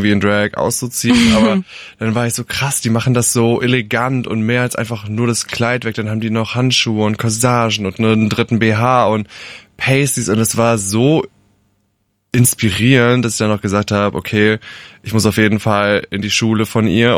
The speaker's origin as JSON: {"language": "German", "region": "Rhineland-Palatinate", "country": "Germany", "tie": "born or raised there", "said": "Aber wirklich winziges Dorf, 400 Einwohner, der kleine schwule Junge, der sich schminkt und halt immer der Outsider war."}